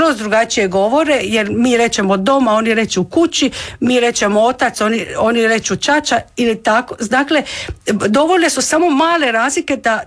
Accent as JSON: {"language": "Croatian", "town": "Klis", "region": "Split-Dalmatia County", "country": "Croatia", "accent": "Klis local speech (Neo-Shtokavian Ikavian)", "said": "moj novoštokavski i ikavski dijalekt kao jedan od dijalekata štokavskog narječja, ali moj mjesni govor je kliški, ja sam iz Klisa. I to je jedan novoštokavski govor na koji sam ja jako ponosna"}